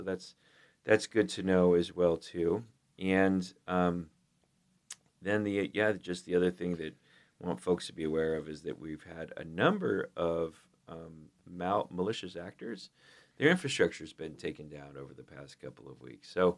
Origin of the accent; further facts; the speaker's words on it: United States; accent: American; Thank you for tolerating my American accent.